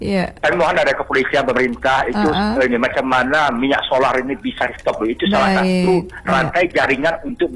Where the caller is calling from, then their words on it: Jambi, Indonesia; di Komang Kuning daerahku